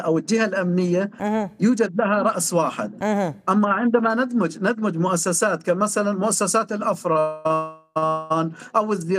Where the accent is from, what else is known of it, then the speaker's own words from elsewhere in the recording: Syria; يعني نحن كشعب سوري ما عندنا خيار آخر.